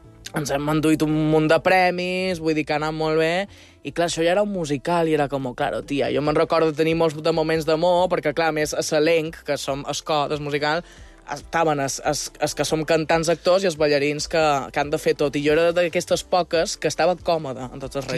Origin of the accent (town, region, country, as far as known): Mallorca, Balearic Islands, Spain; moved away